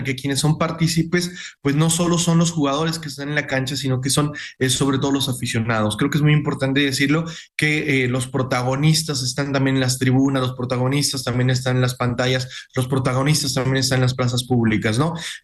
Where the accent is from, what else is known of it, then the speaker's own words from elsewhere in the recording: Mexico; este pretexto que tenemos precisamente para reflexionar nosotros como comunidad, como mexicanos.